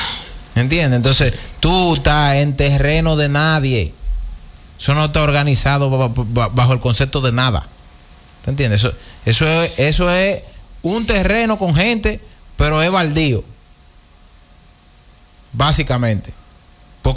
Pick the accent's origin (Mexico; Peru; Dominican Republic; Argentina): Dominican Republic; Entrar a Haití como dominicano es prácticamente imposible.